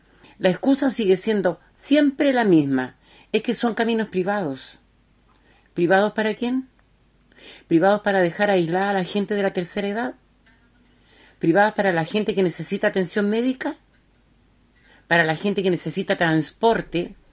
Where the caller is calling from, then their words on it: Laguna Verde, Valparaíso, Chile; de Laguna Verde.